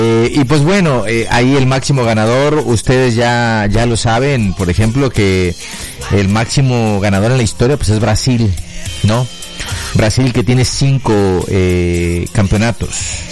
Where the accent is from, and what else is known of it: Mexico